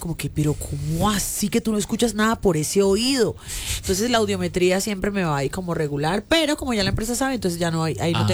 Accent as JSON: {"language": "Spanish", "country": "Colombia", "said": "como todo colombiano, a última hora estamos haciendo los exámenes."}